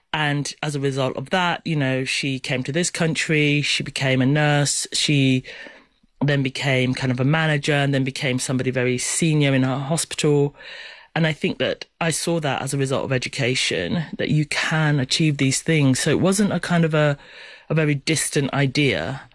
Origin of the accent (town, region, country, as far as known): St. Kitts & Nevis; born or raised there; also born or lived in Kenya; now in United Kingdom